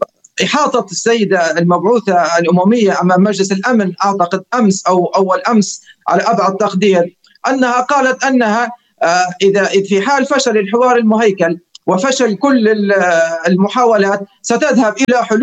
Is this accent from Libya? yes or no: yes; Libya; نحن كصحافة ليبية وكصحافة وطنية